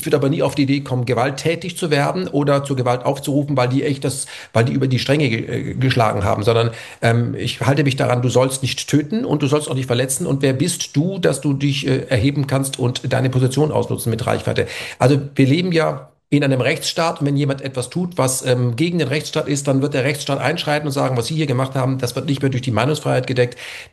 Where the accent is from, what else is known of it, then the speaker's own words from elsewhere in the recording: Germany; ich bin in Deutschland groß geworden